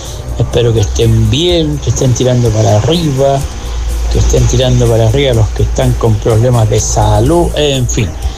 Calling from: Antofagasta, Chile; siempre he dicho que soy antofagastino

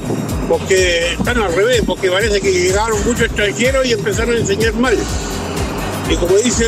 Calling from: Antofagasta, Chile

